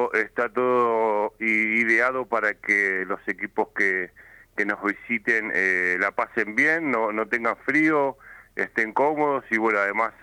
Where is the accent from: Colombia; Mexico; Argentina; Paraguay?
Argentina